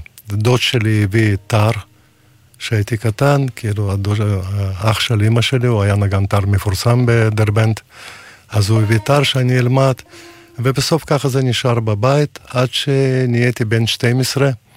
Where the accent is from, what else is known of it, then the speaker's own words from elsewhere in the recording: Dagestan, Russia; first language Judeo-Tat (Juhuri); Hebrew is a second language; moved away; also born or lived in Derbent; יליד דגסטן